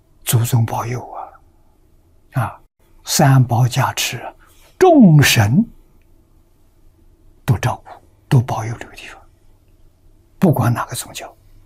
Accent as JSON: {"language": "Chinese", "region": "Anhui", "country": "China", "tie": "born or raised there", "said": "啊，这些都是渊源于幼年、少年的时候，在家乡，啊，我们家乡占了一点便宜，占桐城派的光。啊，乡下的小朋友都读私塾，啊，我三岁从金牛搬到白虎，啊，住在姑妈家里"}